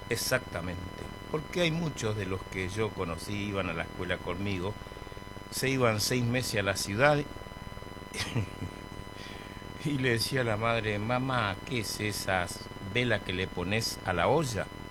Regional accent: Buenos Aires, Argentina; born there; Yo me crié en Buenos Aires, pero siempre dije, no voy a perder las costumbres de mis orígenes, no voy a renunciar a mis costumbres tradicionales

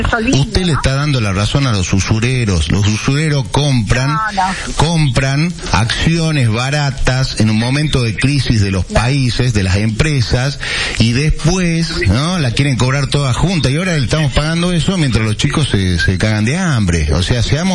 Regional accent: Salta, Argentina; Más importante somos los salteños y no molestamos mucho, ¿no?

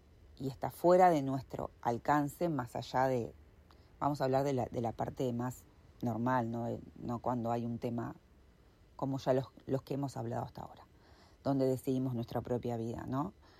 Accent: Montevideo, Uruguay; moved away as an adult; now in La Paloma, Uruguay; Ustedes saben que soy de Montevideo, soy de la ciudad, y quería salir de la ciudad

